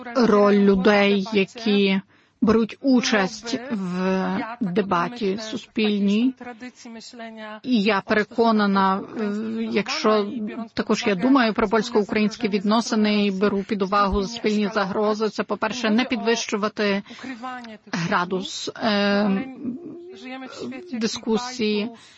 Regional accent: Poland; Ukrainian is a second language; як полька

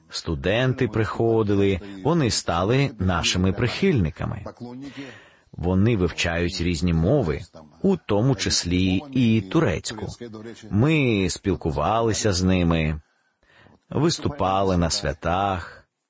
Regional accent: Crimea, Ukraine; now in Galicia, Ukraine; Для мене Крим – це моя мала батьківщина, а Україна – велика батьківщина.

